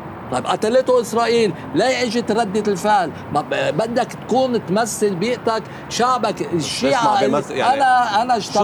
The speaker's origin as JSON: {"language": "Arabic", "country": "Lebanon", "said": "انا شو ذنبي كلبناني؟"}